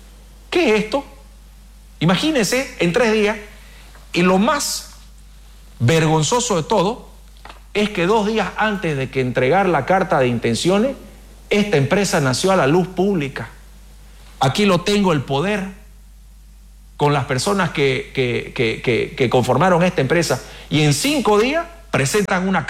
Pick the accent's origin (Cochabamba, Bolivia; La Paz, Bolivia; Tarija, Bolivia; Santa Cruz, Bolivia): Santa Cruz, Bolivia; Santa Cruz de la Sierra; yo soy de Santa Cruz